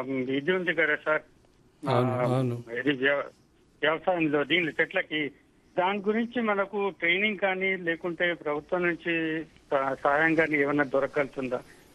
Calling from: Hyderabad, Telangana, India; నాది హైదరాబాద్ అండి.

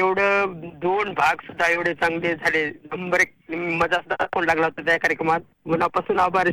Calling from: Khandgaon, Maharashtra, India; Balaji zone कडे नांदेड जिल्हा तालुका नायगाव आणि ग्रामीण भागातलं गाव आहे खंडगाव.

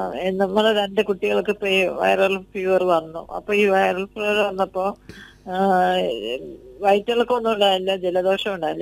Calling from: Nedumangad, Kerala, India; നെടുമങ്ങാട്ടുനിന്നാണ്.

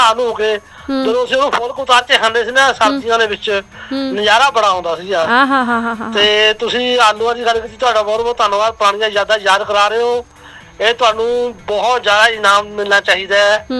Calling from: Malerkotla, Punjab, India; ਲੋਹਾ ਬਾਜ਼ਾਰ ਮਲੇਰਕੋਟਲਾ ਤੋਂ ਗੱਲ ਕਰਦਾ

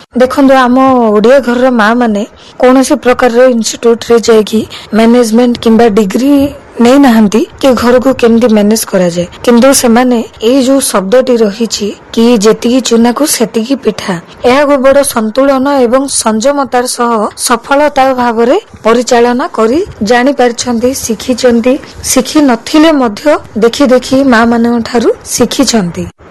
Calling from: Jeypore, Odisha, India; ମୁଁ ଜୟପୁରର ଏକ ବାସିନ୍ଦା।

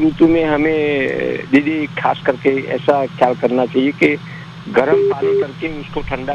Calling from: Patan district, Gujarat, India; अभी यहाँ गुजरात में मैं रहता हूँ अहमदाबाद, और मेरा गांव का नाम डेर, तहसील जिला पाटन।

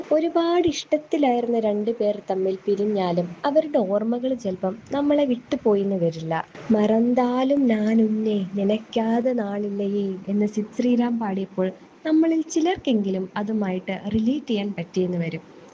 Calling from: Alappuzha, Kerala, India; ഞാൻ ആലപ്പുഴക്കാരിയാണ്.

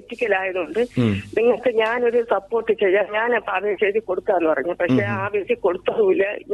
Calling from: Palakkad, Kerala, India; പാലക്കോട്ട് നിന്നാ വിളിക്കുന്നത്.

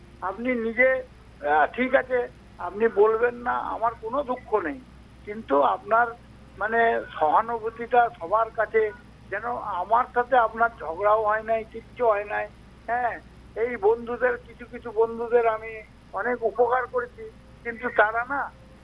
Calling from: Budbud, West Bengal, India; আমি পশ্চিমবঙ্গের পূর্ব বর্ধমান জেলার বুধবুদ থেকে … দিদি ভাই।

